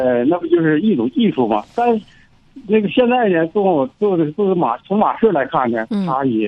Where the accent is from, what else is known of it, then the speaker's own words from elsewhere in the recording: Northeast China, China; accent: Northeastern Mandarin; 咱们东北话